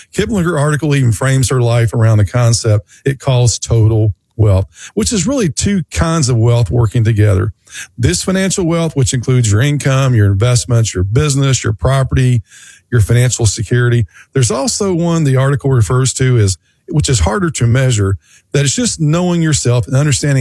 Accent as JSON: {"language": "English", "region": "Tennessee", "country": "United States", "tie": "born or raised there", "said": "Well, it starts in rural Tennessee, and that's my home state too, ladies and gentlemen."}